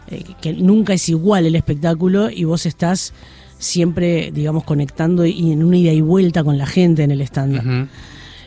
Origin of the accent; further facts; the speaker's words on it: Uruguay; Ya que soy uruguaya